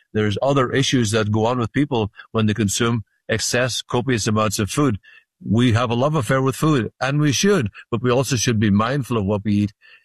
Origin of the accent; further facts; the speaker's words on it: Ireland; now in California, United States; People talk a good talk out here in California, because I come from Ireland. We say in Ireland, he's full of blarney